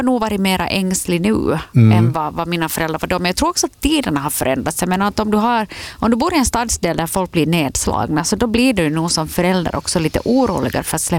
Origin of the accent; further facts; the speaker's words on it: Vaasa, Ostrobothnia, Finland; now in Espoo, Finland; Alltså, jag är uppvuxen i Gamla Vasa som var ett sådant här villaområde.